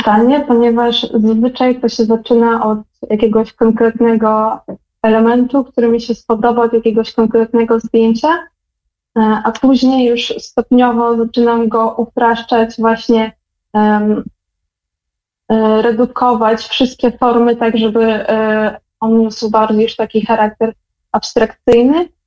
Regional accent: Belarus; moved away; po tym, jak dorastałam na Białorusi.

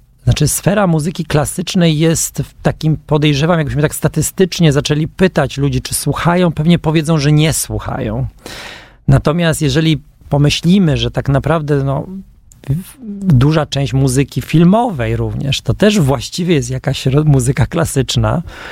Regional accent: Warsaw, Masovian Voivodeship, Poland; No my mówimy, że jesteśmy z Kamionka.

